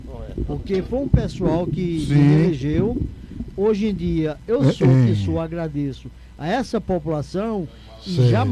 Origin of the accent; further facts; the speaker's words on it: Caruaru, Pernambuco, Brazil; eu sou daqui da região de Caruaru